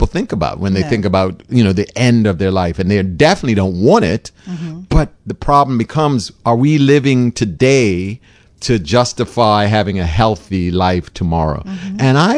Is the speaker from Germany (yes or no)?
no; St. George's, Bermuda; I'm from St. George's.